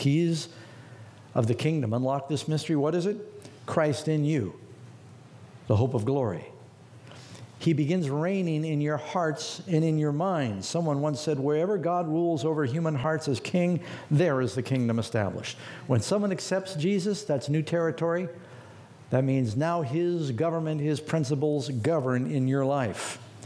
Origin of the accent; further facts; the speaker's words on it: California, United States; born there; Now, I'm born American. I'm born California.